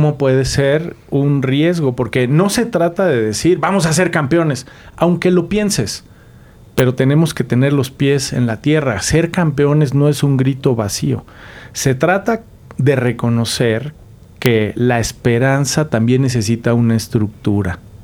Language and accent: Spanish; Mexico; hemos concebido un autoconcepto no merecedor de lo que somos como nación, como país, como mexicanos y mexicanas.